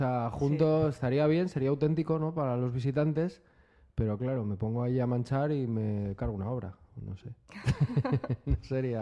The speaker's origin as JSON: {"language": "Spanish", "town": "Madrid", "region": "Community of Madrid", "country": "Spain", "tie": "born or raised there", "also_born_or_lived": "Majadahonda / Boadilla del Monte", "said": "O sea, bueno, yo nací en Usera, pero"}